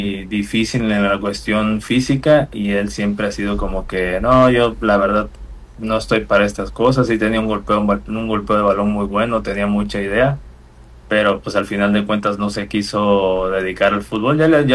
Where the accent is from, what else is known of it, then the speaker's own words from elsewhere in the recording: San Juan Evangelista, Veracruz, Mexico; Soy de un pueblito de Veracruz que se llama San Juan Evangelista. Está muy pequeñito, son escasas como 5,000 personas, entonces sí está chiquito mi pueblo. Le tienes que hacer como mucho zoom al mapa para que te aparezca el pueblo.